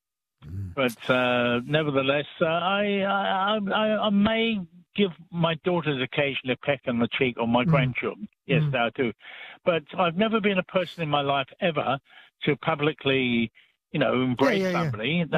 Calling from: England, United Kingdom; I'm an Englishman

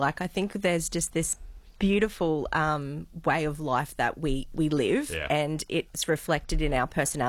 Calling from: Mackay, Queensland, Australia; So I am always very proud to say I'm a Queenslander. I'm even more proud to say I'm from Mackay

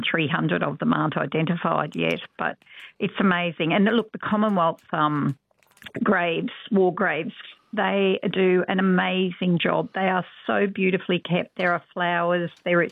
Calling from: Guangzhou, Guangdong, China; I'm ringing from Guangzhou in China.

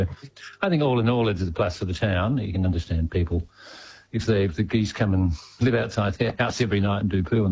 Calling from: Malmesbury, Victoria, Australia; I'm a Malmesbury boy. We've been here about 10 or 11 years.

